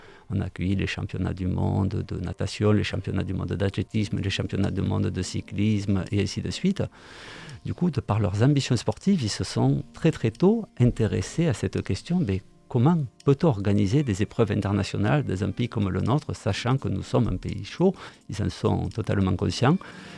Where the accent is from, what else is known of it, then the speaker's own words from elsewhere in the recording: Montpellier, Occitanie, France; moved away as an adult; also born or lived in Guadeloupe / Qatar; now in Montpellier, France; je suis montpelliérain d'origine, mais j'ai quitté Montpellier il y a bien longtemps. Et j'ai fait la majorité de ma vie et de ma carrière dans des pays chauds